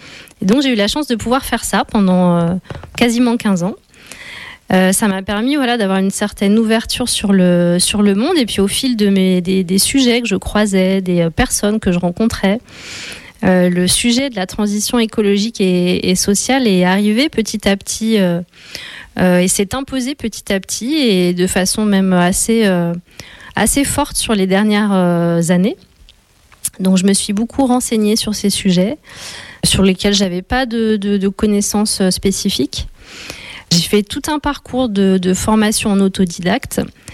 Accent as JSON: {"language": "French", "town": "Lyon", "region": "Auvergne-Rhône-Alpes", "country": "France", "said": "Donc moi, je viens de Lyon donc j'ai travaillé pendant longtemps dans la communication."}